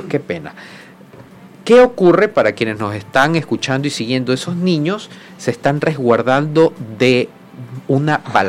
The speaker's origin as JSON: {"language": "Spanish", "country": "Ecuador", "said": "Yo soy un simple ecuatoriano más"}